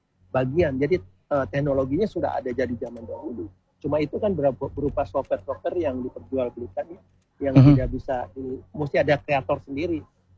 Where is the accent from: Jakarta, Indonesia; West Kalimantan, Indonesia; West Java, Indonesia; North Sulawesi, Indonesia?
North Sulawesi, Indonesia; Manado; Iya, betul. Kita dari Manado.